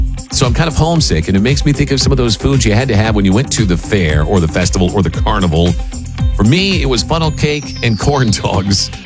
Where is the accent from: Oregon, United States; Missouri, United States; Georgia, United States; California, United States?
Missouri, United States; Sedalia; now in Oklahoma City, United States; my hometown of Sedalia, Missouri. That's where I grew up, home of the Missouri State Fair